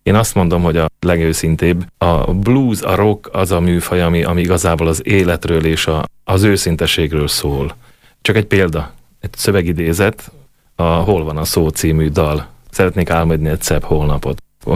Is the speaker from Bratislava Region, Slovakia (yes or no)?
no; Kolárovo, Nitra Region, Slovakia; Gútán, szülővárosomban